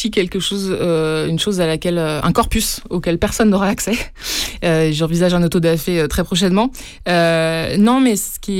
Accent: Paris, Île-de-France, France; born there; Parisienne de naissance.

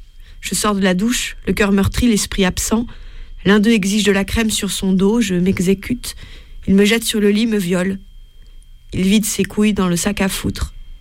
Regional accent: Netherlands; Je suis néerlandaise.

